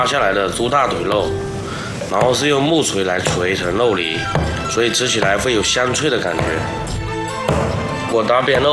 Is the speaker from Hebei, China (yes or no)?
no; Sha County, Fujian, China; 我们沙县人